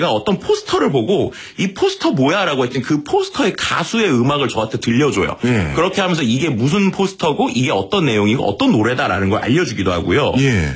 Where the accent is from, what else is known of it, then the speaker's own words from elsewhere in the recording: South Korea; 제가 한국 사람이어서 그런 게 아니라